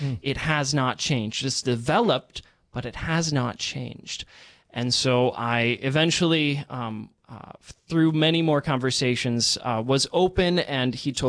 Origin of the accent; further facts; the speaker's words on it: Fargo, North Dakota, United States; So, as you said, I grew up Protestant here in Fargo, North Dakota.